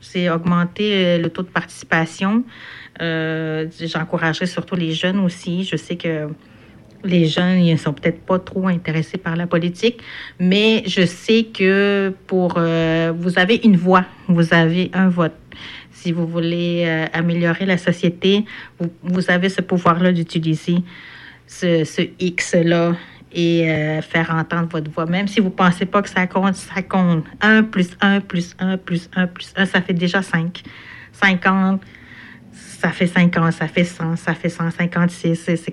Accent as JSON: {"language": "French", "region": "Quebec", "country": "Canada", "said": "mais nous, on est des Nord-Côtiers, on connaît pas ça."}